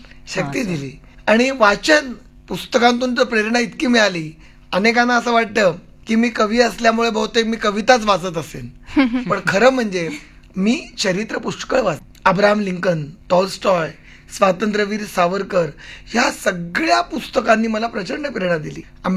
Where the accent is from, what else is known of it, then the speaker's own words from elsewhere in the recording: Aurangabad, Maharashtra, India; आमच्या शेजारी औरंगाबादला माझं बरंचसं बालपण गेलं औरंगाबादला